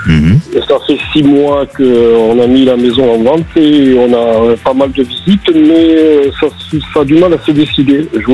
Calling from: Landes, Nouvelle-Aquitaine, France; Je vous appelle des Landes

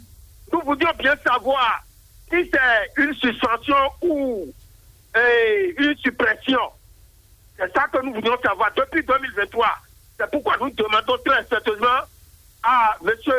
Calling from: Porto-Novo, Ouémé, Benin; Je vous appelle depuis Vendée à Porto Novo.

